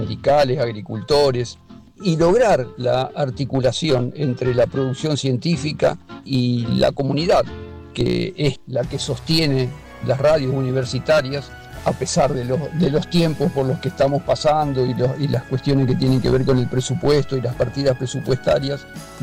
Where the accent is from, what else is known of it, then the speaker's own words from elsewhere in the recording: Rosario, Santa Fe, Argentina; nacido y criado en Rosario, por supuesto.